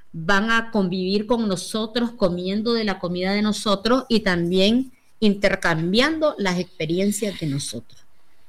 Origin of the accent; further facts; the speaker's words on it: Palacagüina, Madriz, Nicaragua; mi pueblo, con proyectos grandes que tenemos en Palacahuina